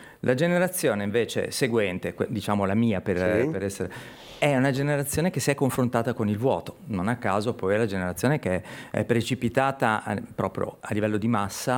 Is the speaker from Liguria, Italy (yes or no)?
yes; Chiavari, Liguria, Italy; moved away; Sono chiavarese.